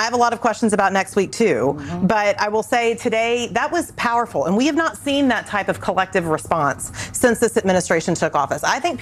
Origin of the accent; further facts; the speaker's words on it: Waco, Texas, United States; I spend a lot of time in places like my hometown of Waco, Texas.